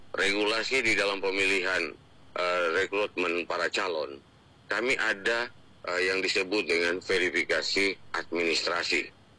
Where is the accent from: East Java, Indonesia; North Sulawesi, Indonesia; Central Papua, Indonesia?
Central Papua, Indonesia; Kami orang Mor sendiri